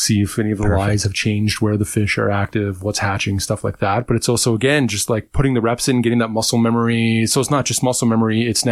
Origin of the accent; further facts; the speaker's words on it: Toronto, Ontario, Canada; born or raised there; moved away